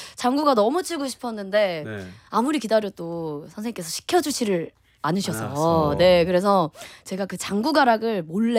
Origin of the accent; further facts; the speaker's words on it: Anyang, Gyeonggi Province, South Korea; 또 경기 제가 안양 출신이거든요.